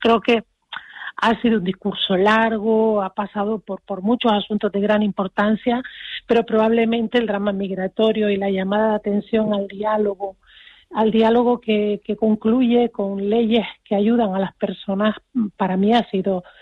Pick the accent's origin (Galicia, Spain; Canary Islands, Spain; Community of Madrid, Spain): Canary Islands, Spain